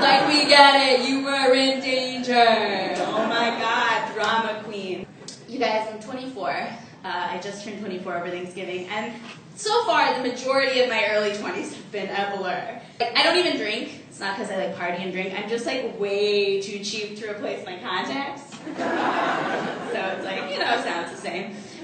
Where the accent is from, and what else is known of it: Arkansas, United States